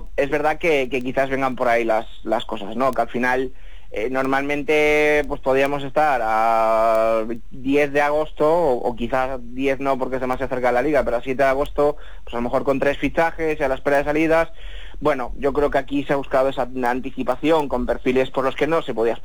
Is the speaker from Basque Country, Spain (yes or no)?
no; Galicia, Spain; Bueno, como buen gallego rojito, te diré que comparado con qué